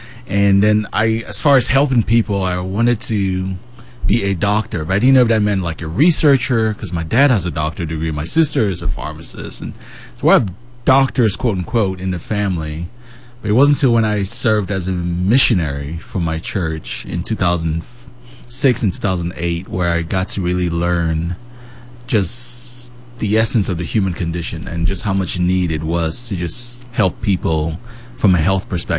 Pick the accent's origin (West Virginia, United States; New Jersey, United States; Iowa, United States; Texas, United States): Texas, United States; moved away; also born or lived in Cameroon / Atlanta; so I grew up in Texas, from Cameroon, West Africa, but just in Atlanta in the last 6-7 years